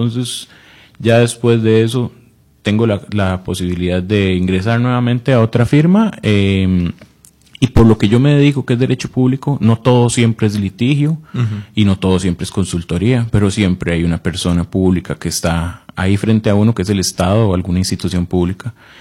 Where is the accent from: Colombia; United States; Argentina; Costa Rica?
Costa Rica; Alajuela; also born or lived in San José, Costa Rica; yo soy alajuelense, o más bien nací en San José y me mudé a muy corta edad a Alajuela porque tenía problemas respiratorios y dijeron que bueno, había que estar cerca del calorcito de Alajuela. Me fui a Alajuela con mis padres